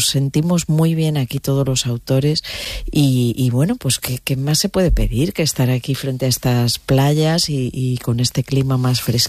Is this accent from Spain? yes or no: yes; Santander, Cantabria, Spain; now in Madrid, Spain; yo soy de Santander. Sí. Y ya siempre de aquí tiro para Santander